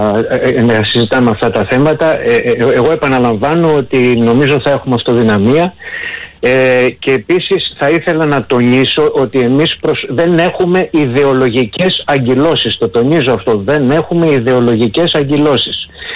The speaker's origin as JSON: {"language": "Greek", "country": "Greece"}